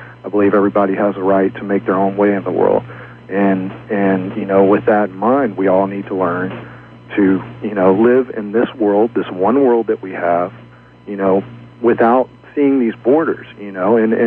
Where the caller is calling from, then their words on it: Texas, United States; I'm from Texas